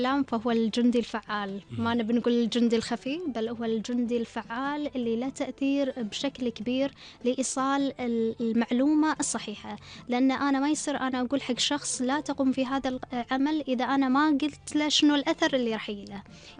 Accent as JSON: {"language": "Arabic", "country": "Kuwait", "said": "عندنا في الكويت"}